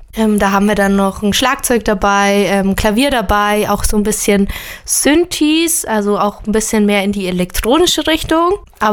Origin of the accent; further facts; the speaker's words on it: Pell, Bavaria, Germany; now in Munich, Germany; Ich komme vom Ammersee, also aus Pell. Das ist so ein ganz, ganz kleines Dorf. Da bin ich aufgewachsen. Und die Musik treibt mich nach München